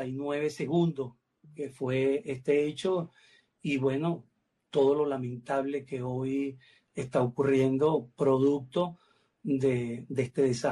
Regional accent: Venezuela; el venezolano somos caribeños

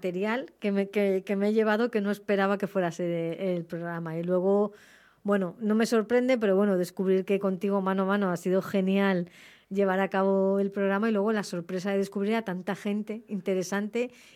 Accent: Madrid, Community of Madrid, Spain; Que a veces los que venimos a veces de Madrid tenemos esa visión que parece que si las cosas nos pasan por Madrid no suceden, ¿no?

